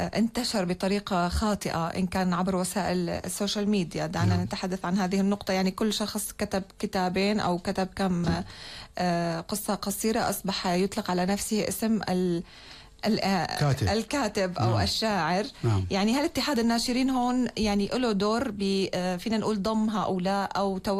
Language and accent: Arabic; Syria; بلدنا سوريا